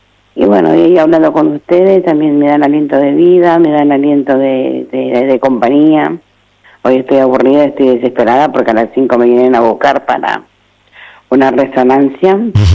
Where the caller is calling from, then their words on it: Buenos Aires, Argentina; Yo vivo en Caballito.